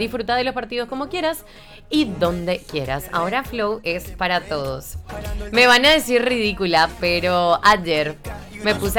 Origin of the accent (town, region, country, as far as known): Paraguay